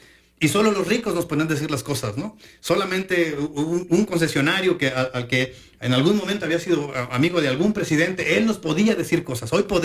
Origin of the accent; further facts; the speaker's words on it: Mexico; desde hace varios años, en estos escenarios de emergencia que hemos transitado como mexicanos